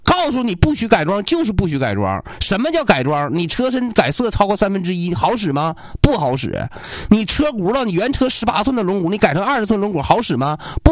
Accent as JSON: {"language": "Chinese", "town": "Liaoyuan", "region": "Jilin", "country": "China", "lives_now": "Changchun, China", "said": "甚至当年我们辽源，我家老家平康矿的"}